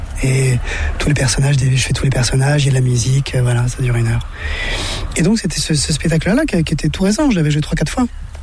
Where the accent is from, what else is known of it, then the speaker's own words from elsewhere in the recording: France; moi, en grandissant en France